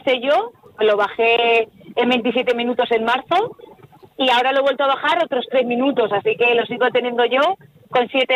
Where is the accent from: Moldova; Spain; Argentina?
Spain; Almagro, Castilla-La Mancha; que sepan que soy de Almagro, de Ciudad Real, de Castilla-La Mancha